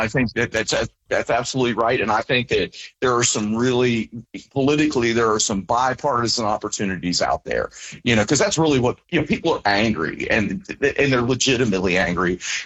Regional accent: Springdale, Ohio, United States; I grew up in Cincinnati. I grew up in Springdale.

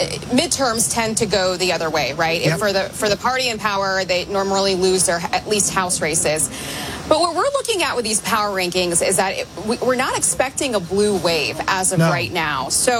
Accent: Indiana, United States; I grew up in Indiana, so I really get people in Michigan.

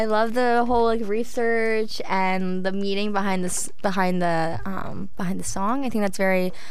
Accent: Georgia, United States; moved away; I am from Georgia

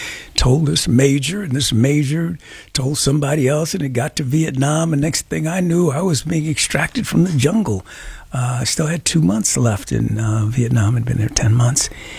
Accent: Chicago, Illinois, United States; I grew up in Lake Meadows

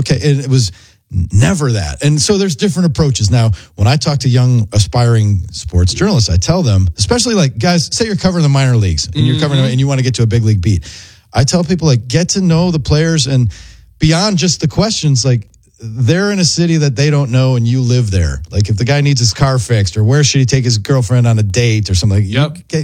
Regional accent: Wisconsin, United States; I'm a straight-up cheeser

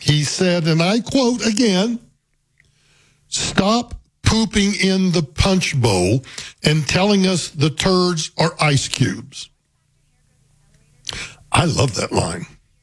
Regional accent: Oklahoma, United States; now in Denver, United States; Trying to get to my hometown, it's easier just to drive than it is to fly to, I mean, to go to DIA and fly to Liberal, Kansas, and then rent a car and drive down the 40 miles into the Oklahoma Panhandle.

